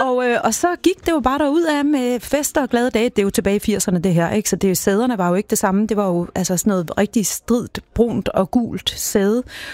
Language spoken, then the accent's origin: Danish; Aalborg, North Denmark Region, Denmark; Ja, ja. Vi er